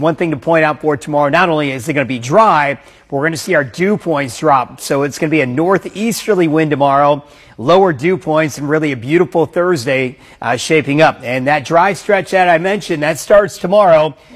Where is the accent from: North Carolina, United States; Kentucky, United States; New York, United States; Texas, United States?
Kentucky, United States; moved away; I grew up in Kentucky. I was brought up a Kentucky sure. basketball fan.